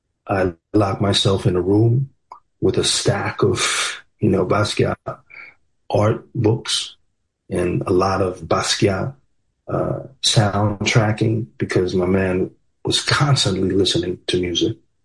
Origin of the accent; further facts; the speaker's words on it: Los Angeles, California, United States; So it was great to tell some of those stories in my hometown.